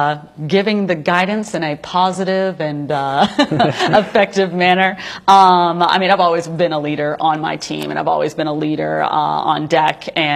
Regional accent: Maine, United States; also born or lived in Manhattan, New York; me growing up in Maine, we are very stubborn people, and we like to do things that go against the trends.

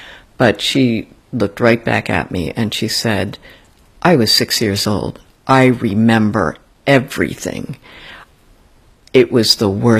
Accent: New Jersey, United States; So growing up in New Jersey at that time and being so alien, I mean, literally, legally being, quote, aliens, my parents, you know, they were not citizens yet.

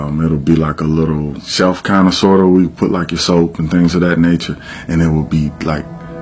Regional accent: Newport News, Virginia, United States; born and raised here in Newport News.

